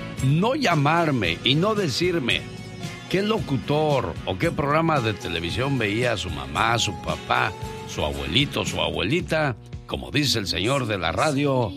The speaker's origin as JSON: {"language": "Spanish", "region": "Michoacán", "country": "Mexico", "tie": "born or raised there", "moved": "yes", "said": "este programa mágico, bonito, y saludando a toda la gente de allá de Michoacán, mi tierra hermosa"}